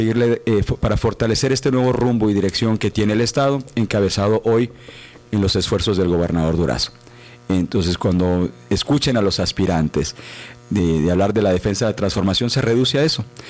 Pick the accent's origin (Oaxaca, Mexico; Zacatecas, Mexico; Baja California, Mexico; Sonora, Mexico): Sonora, Mexico; Magdalena de Kino; also born or lived in Hermosillo / Monterrey / Mexico City / United States; Me ha fascinado la oportunidad que me ha dado la vida de haber nacido y crecido en Magdalena de Quino. Ahí tuve mis orígenes, mis primeros 15 años ahí fueron en Magdalena. Luego nos mudamos a Hermosillo, yo estudié en Monterrey